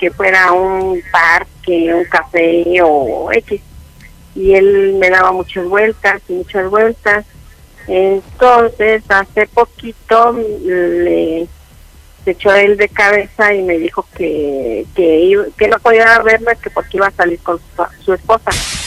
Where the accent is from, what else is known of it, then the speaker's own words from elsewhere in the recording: Azcapotzalco, Mexico City, Mexico; Tengo 56 años y vengo de aquí de Azcapotzalco.